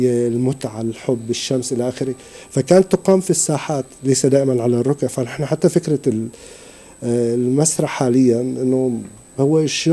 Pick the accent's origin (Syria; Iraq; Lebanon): Syria; now in Tunisia; وأنا بالنسبة لي كسوري مقيم في تونس